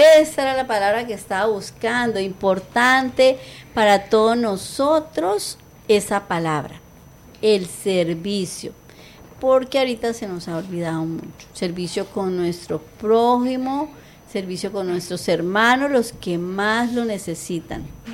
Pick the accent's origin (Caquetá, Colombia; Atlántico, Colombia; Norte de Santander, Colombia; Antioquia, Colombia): Norte de Santander, Colombia; Cúcuta; nosotros como buenos cucuteños